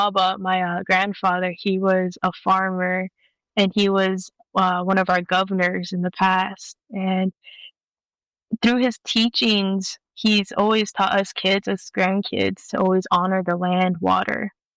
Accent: Acoma Pueblo, New Mexico, United States; So I'm from the Acoma Pueblo tribe, and that is in between Grants, New Mexico, and Albuquerque, the main city.

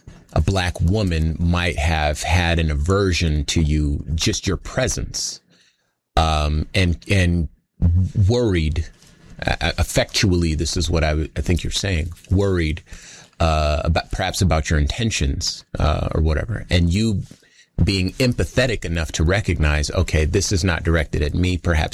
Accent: Compton, California, United States; I've lived a life that I'm from Compton.

